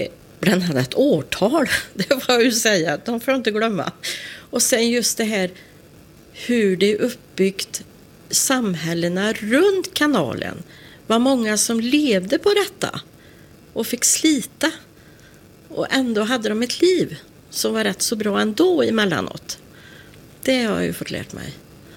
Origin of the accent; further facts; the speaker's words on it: Skållerud, Västra Götaland County, Sweden; jag är faktiskt uppvuxen ute i Skållerud. Så det här är ju bara ett stenkast härifrån. Och jag är en pensionär från 1 maj i fjol.